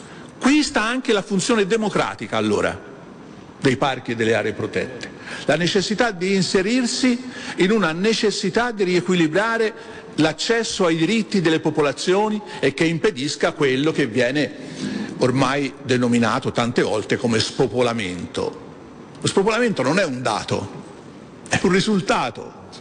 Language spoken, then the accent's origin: Italian; Tuscany, Italy; accent: Tuscan; moved away; io sono... lavoro in Molise, ma come sentite il mio accento è simile a quello del dottor Santini, è la Toscana.